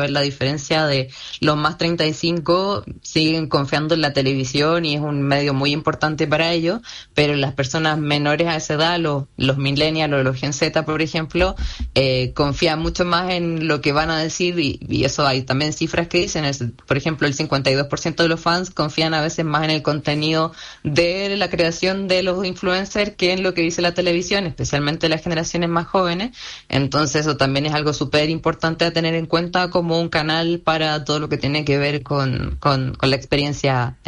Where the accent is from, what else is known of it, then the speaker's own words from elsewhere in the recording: Argentina; nosotros somos argentinos y obviamente que podemos.